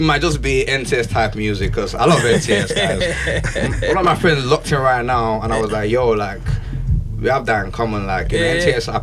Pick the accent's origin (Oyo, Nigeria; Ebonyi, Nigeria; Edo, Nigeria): Oyo, Nigeria; Ibadan; moved away; also born or lived in Ikorodu / Lagos; but then I grew up in a city called Ibadan.